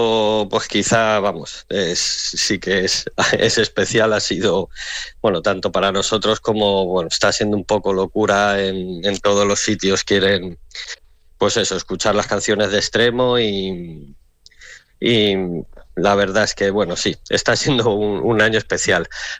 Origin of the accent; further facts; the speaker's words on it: Madrid, Community of Madrid, Spain; now in Ávila, Spain; que soy el bajista, y soy de Madrid y estoy ahora viviendo en un pueblecito de Ávila.